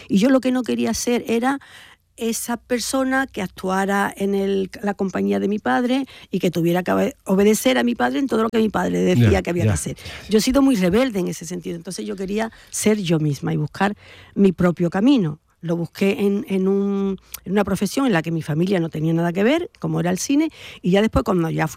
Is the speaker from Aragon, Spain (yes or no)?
no; Seville, Andalusia, Spain; posiblemente una de mis etapas más felices fue mi infancia en el Cerro del Águila.